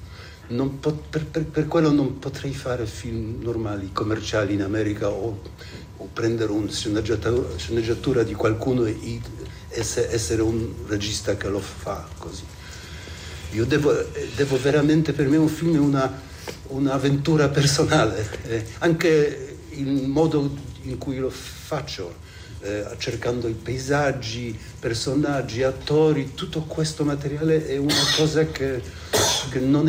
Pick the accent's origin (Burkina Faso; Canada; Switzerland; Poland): Poland; Italian is a second language; moved away; also born or lived in Italy / England; sono abbastanza vecchio, sono della generazione, sono cresciuto in Polonia, nato e cresciuto, allora mi ha formato questo passato